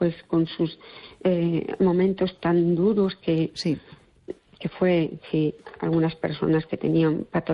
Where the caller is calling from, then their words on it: Fene, Galicia, Spain; Hola, buenas noches. Soy